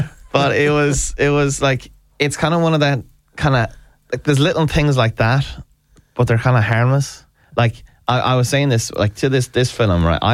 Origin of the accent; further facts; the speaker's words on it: Ireland; as an Irish person